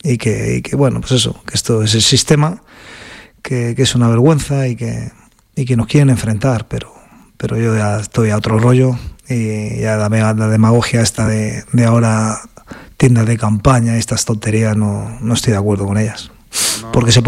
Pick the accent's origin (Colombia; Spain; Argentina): Spain; Madrid, Community of Madrid; now in Pozuelo de Alarcón, Spain; Soy de Aluche, pero llevo 20 y pico años ya viviendo aquí, sí.